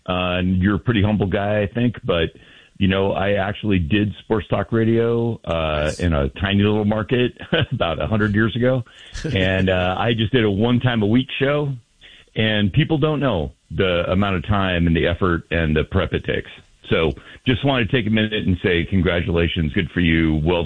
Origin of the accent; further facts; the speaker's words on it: Oakland, California, United States; I'm 62, born and raised in Oakland